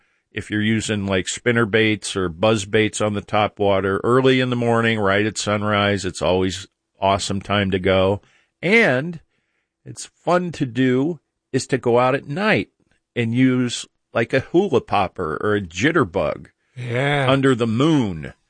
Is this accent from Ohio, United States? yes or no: yes; Akron, Ohio, United States; born there; was born in Akron.